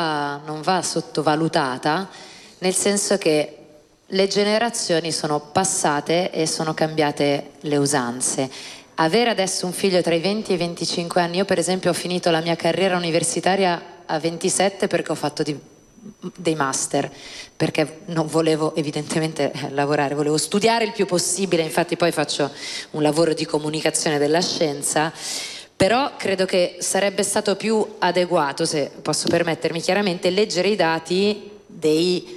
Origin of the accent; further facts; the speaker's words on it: Milan, Lombardy, Italy; Io sono milanese e vivo in un quartiere centrale